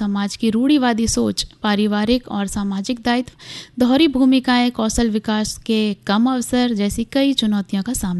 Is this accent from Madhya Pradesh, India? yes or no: yes; Chhindwara district, Madhya Pradesh, India